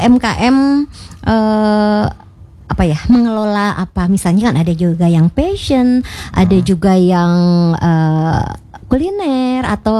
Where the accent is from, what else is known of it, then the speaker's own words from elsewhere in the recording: West Java, Indonesia; Berhubung kita orang Sundanya, boleh, Akang.